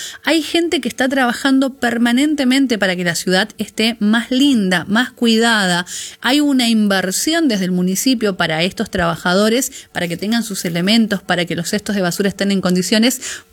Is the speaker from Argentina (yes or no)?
yes; Corrientes, Argentina; somos nosotros, correntinos y ponete que porteños, pero más correntinos, que no hay un respeto por la senda peatonal.